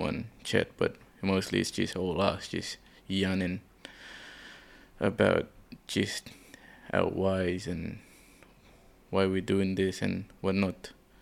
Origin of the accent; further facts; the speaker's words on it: Darwin, Northern Territory, Australia